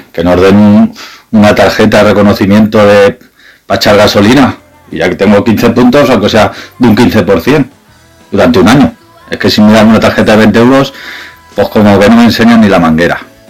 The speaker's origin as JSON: {"language": "Spanish", "town": "Valencia", "region": "Valencian Community", "country": "Spain", "said": "de Valencia, el asísmico"}